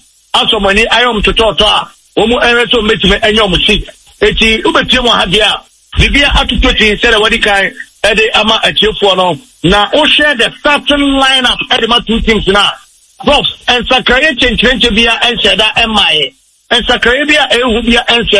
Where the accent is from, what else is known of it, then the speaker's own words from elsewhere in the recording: Ghana; Okay, dear professor. I'm from Ghana.